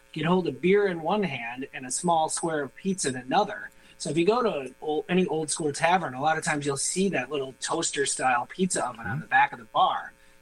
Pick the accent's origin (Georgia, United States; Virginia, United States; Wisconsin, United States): Wisconsin, United States; Milwaukee; But growing up in Milwaukee, there were some places, like I mentioned, Maria's, there's a Balestrieri's